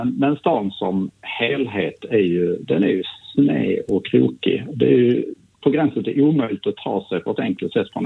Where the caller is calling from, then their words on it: Västra Götaland County, Sweden; jag bor lite grann öster om stan då, längs E20.